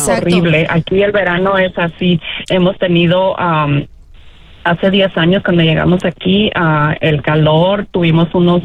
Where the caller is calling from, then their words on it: Phoenix, Arizona, United States; de aquí de Phoenix también.